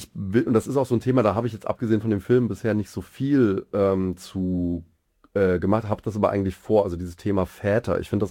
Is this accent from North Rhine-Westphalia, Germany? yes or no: no; Mainz, Rhineland-Palatinate, Germany; moved away as an adult; now in Mannheim, Germany; Ich bin Mainzer eigentlich und bin halt vor jetzt bald 20, also 2008, na gut, noch nicht ganz 20 Jahre, aber geht auf die 20 Jahre halt zum Studieren dann eben an die Popakademie gekommen.